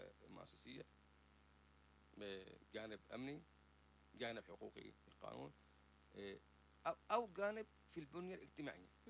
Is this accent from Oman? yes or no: no; Yemen; هذه الأشياء كلها المؤسساتية عندنا في اليمن روتينية معقدة طويلة.